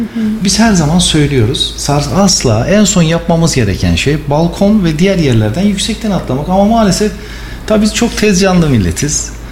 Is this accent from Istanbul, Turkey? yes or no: no; Kayseri, Turkey; born there; 1971 Kayseri doğumluyum. 3 kız babasıyım.